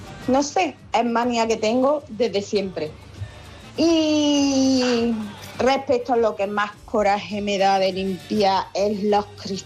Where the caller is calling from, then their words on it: Córdoba, Andalusia, Spain; de Córdoba.